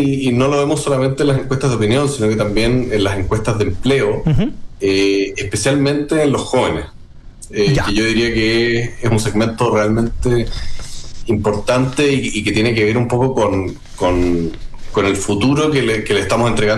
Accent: Chile; nosotros como chilenos

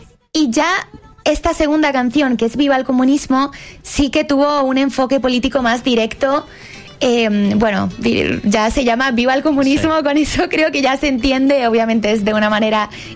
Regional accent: Spain; en este caso en mi país

